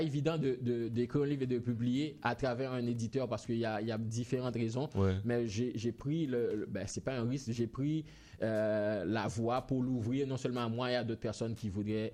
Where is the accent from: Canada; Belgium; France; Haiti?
Haiti; Parce qu'on est haïtien, on a un vécu culturel qu'on ne peut pas effacer.